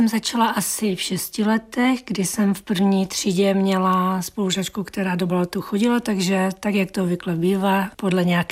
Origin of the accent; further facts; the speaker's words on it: Ostrava, Moravian-Silesian Region, Czechia; já jsem rodačka z Ostravy. Moje rodina je ze Lvova.